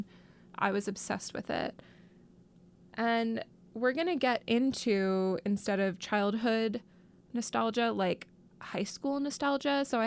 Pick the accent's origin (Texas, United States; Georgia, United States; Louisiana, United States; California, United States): Texas, United States; Dallas; growing up in Dallas